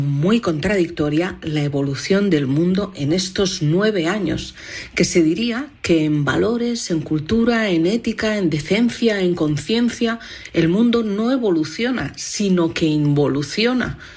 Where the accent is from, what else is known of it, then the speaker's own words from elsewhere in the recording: Barcelona, Catalonia, Spain; de Barcelona, siempre agradecida y emocionada.